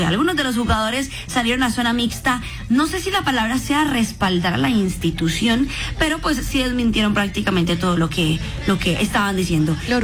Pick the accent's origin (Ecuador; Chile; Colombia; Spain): Colombia; nunca perdemos la fe como buen colombiano